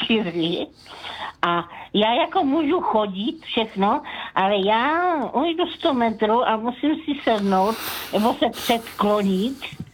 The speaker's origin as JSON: {"language": "Czech", "town": "Brno", "region": "South Moravian Region", "country": "Czechia", "said": "já jsem v Brně a to je jako jediná, odkud pocházím, jo?"}